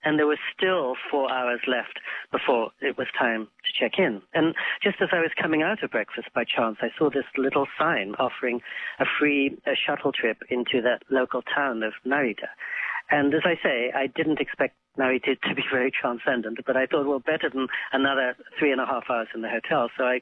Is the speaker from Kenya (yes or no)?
no; England, United Kingdom; now in New York City, United States; And I know this place better than I know the street I grew up on in England. I know it better than the apartment where I live in New York City.